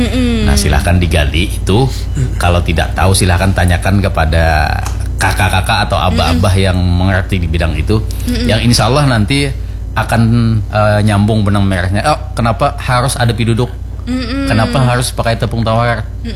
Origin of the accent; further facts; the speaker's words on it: South Kalimantan, Indonesia; di kita Kalimantan kan kita Kalimantan Banjar ni memang akulturasi dari orang Dayak juga.